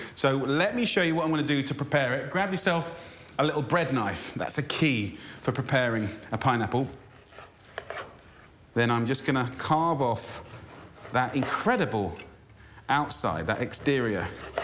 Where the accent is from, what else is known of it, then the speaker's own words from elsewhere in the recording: United Kingdom; I think the interesting thing for me as a British boy is I didn't really grow up knowing anything about Mexican food.